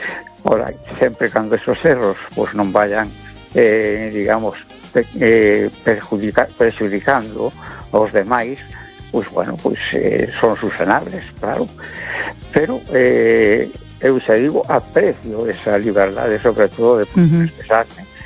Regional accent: A Coruña, Galicia, Spain

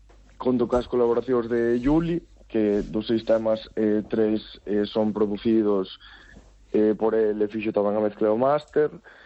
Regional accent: Galicia, Spain

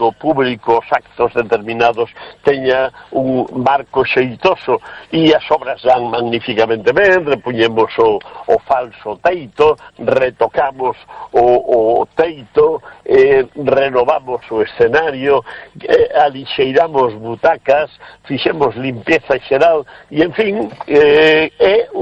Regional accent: Galicia, Spain; Cristina Castaño naceu en Vilalba, na provincia de Lugo, na miña terra

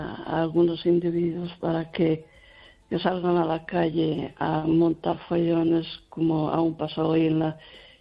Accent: Lugo, Galicia, Spain

